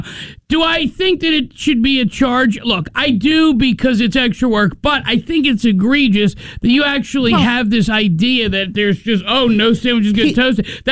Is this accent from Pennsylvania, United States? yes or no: yes; Philadelphia, Pennsylvania, United States; accent: Philadelphia; I am from Philadelphia.